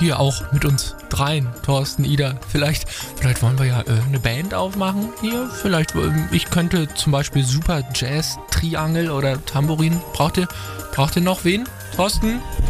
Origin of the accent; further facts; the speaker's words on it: Rhineland, Germany; Als gebürtiger Rheinländer, der ich jetzt seit mittlerweile 25 Jahren bin und ich gedenke auch in den folgenden Jahren meines Lebens daran nichts zu verändern